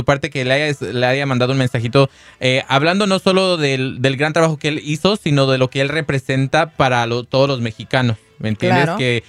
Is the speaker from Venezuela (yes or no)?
no; Mexico; Lo que sí nos dimos cuenta es de la gran unidad. Hermandad que tenemos como mexicanos.